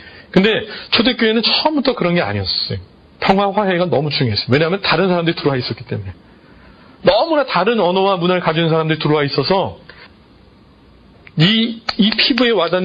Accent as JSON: {"language": "Korean", "country": "South Korea", "moved": "as an adult", "said": "한국 사람들은 정말 레이시스트예요. 나 자신을 포함해서."}